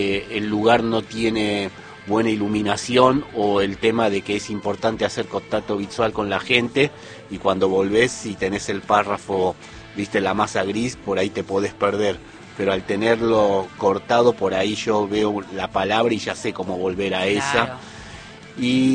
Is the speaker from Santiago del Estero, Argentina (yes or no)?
no; Isidro Casanova, Buenos Aires Province, Argentina; Yo en el barrio Los Pinos, en Isidro Casanova, La Matanza.